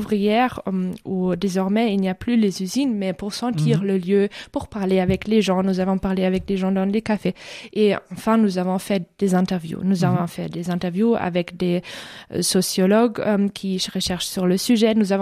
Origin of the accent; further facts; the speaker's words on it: Germany; accent: German; French is a second language; moved away; also born or lived in Italy; Moi, je ne suis pas italienne, je suis allemande, mais j'ai vécu en Italie.